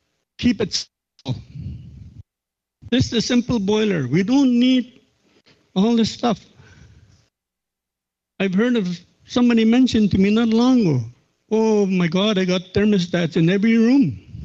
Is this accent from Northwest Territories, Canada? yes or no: yes; Fort Good Hope, Northwest Territories, Canada; I'm from Fort Good Hope.